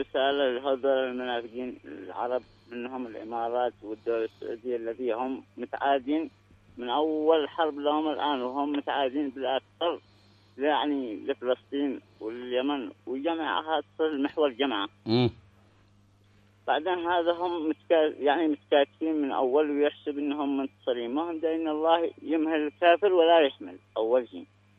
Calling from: Washha, Hajjah, Yemen

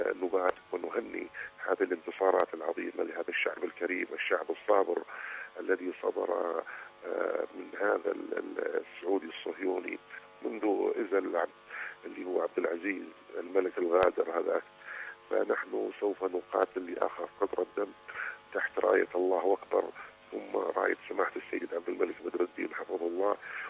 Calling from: Al Mahrah, Yemen; في المهرة.

